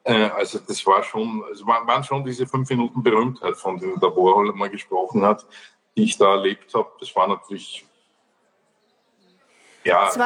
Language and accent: German; Austria